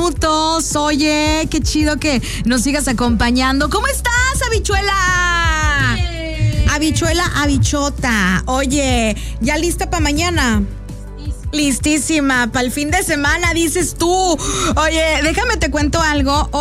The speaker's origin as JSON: {"language": "Spanish", "town": "Coatzacoalcos", "region": "Veracruz", "country": "Mexico", "tie": "born or raised there", "moved": "yes", "said": "Antes, cuando estaba chiquita, yo vivía en Coatzacoalcos. Yo soy de Coatzacoalcos. Entonces, vivíamos en una colonia que estaba enfrente de la playa. Así tal cual. Tu casa, mi casa, estaba así, pasando la callecita y ya estaba la playa."}